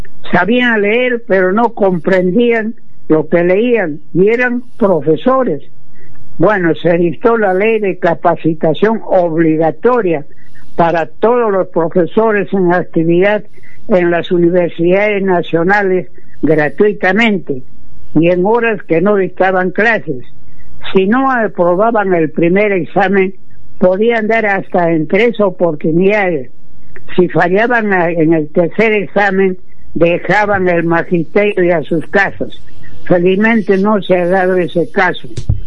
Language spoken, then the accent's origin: Spanish; Peru